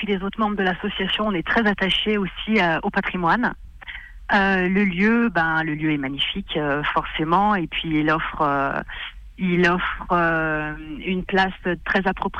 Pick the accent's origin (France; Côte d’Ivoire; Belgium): France; Saint-Maximin, Auvergne-Rhône-Alpes; moi je suis née à Saint-Maximin, donc j'ai le Fort Barreau juste en face de chez moi. Depuis que je suis petite